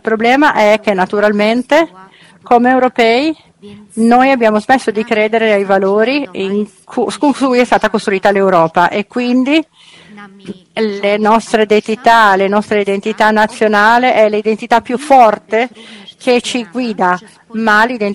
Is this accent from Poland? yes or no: yes; Poland; Italian is a second language; Per esempio, io come polacca posso andare, per esempio, in l'ambasciata italiana, essere aiutato